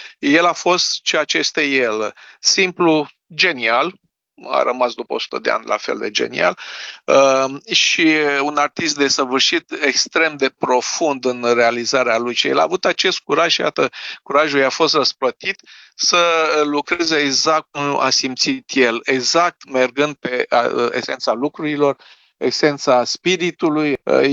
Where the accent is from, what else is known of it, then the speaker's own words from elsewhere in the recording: Romania; sunt mândru că sunt român, sunt proud to be Romania